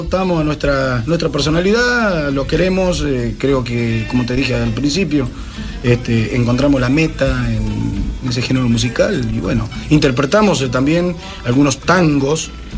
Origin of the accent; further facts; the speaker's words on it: Entre Ríos, Argentina; Sí, argentinos. Yo soy el único que soy de la República de Entre Ríos.